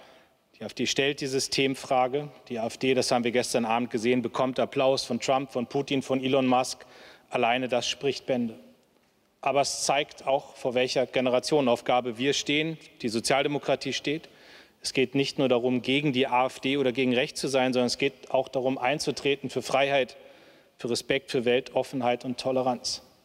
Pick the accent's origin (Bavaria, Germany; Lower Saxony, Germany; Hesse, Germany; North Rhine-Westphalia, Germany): Lower Saxony, Germany; nächste Woche wird in meinem Heimatbundesland in Niedersachsen bei der Kommunalwahl gewählt.